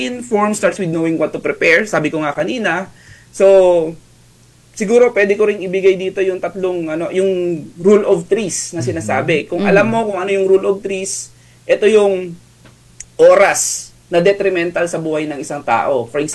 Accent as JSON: {"language": "Tagalog", "area": "Batangas", "region": "Calabarzon", "country": "Philippines", "said": "Ako po, taga Batangas ako. Mm-hmm. Nasa Batangas po ako ngayon."}